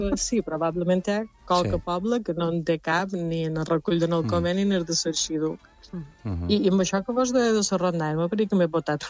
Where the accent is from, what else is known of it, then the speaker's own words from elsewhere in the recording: Inca, Balearic Islands, Spain; Per exemple, jo que som d'Inca, ha tingut molt poca sort amb això